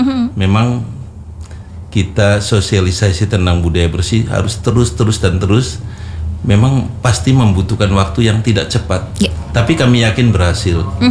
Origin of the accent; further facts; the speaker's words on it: Cirebon, West Java, Indonesia; Saya sebagai orang Cirebon